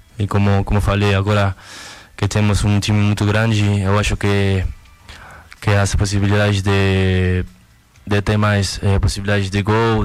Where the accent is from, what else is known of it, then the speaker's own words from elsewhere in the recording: Uruguay; Portuguese is a second language; now in Brazil; Sim, é muito diferente que daqui do Brasil, que é do Uruguai. Meu país natal é muito diferente